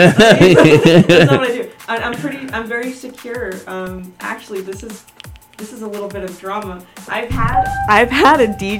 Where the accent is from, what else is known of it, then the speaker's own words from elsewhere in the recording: Queens, New York, United States; No, I'm from Queens. I'm from Ozone Park.